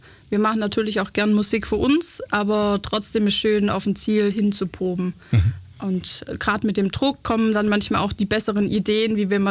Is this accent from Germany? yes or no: yes; Neckarhausen, Germany; Die Cindy, der Thomas und ich, wir kommen alle aus Neckarhausen, so ein Dorf. Und ja, sind zusammen aufgewachsen, wurden zusammen getauft.